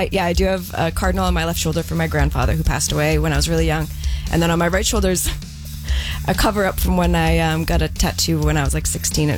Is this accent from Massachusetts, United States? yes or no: yes; Boston, Massachusetts, United States; I'm from Boston or like the New England area, so we're very sarcastic and very like dry sometimes.